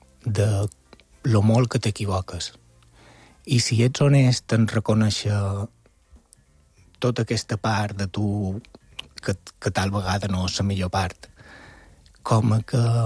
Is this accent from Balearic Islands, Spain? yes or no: yes; Mallorca, Balearic Islands, Spain; accent: Mallorcan; la família, diguéssim, de que nostre xerrava en mallorquí i mon pare i mon mare xerren en castellà.